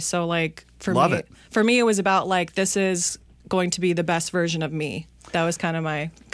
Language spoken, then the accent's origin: English; Minneapolis, Minnesota, United States; now in Los Angeles, United States; I'm from the Twin Cities originally, so I moved to L.A.